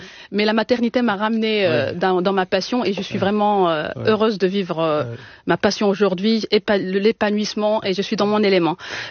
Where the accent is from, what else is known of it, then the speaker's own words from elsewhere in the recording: El Jadida, Casablanca-Settat, Morocco; also born or lived in Sefrou; Alors, je suis née à Sefrou, mais j'ai grandi une grande partie de ma vie à El Jadida, c'est une ville côtière.